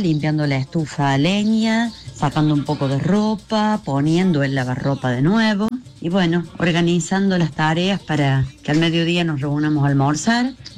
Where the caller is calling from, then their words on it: Hernando, Córdoba, Argentina; Hola, buenos días, te hablo desde Hernando.